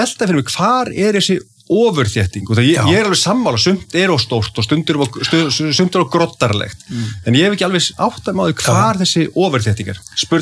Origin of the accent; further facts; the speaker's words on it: Reykjavík, Capital Region, Iceland; Ég er alinn upp í Breiðholtinu. Já. Í hólunum í Breiðholti